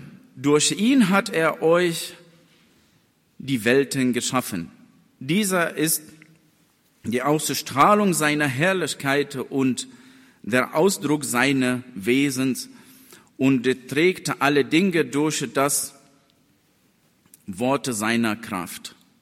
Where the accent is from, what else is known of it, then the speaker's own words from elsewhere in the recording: Egypt; German is a second language; Bei uns in Ägypten, wir haben solche Feiern nicht. Wir feiern nicht als Gemeinde oder in die Kirche.